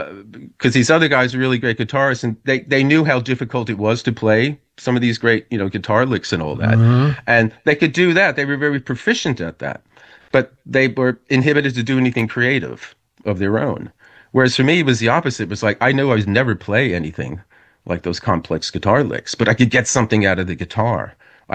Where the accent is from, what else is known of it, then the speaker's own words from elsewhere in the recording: New Jersey, United States; when I grew up in New Jersey, I knew lots of people who were great musicians.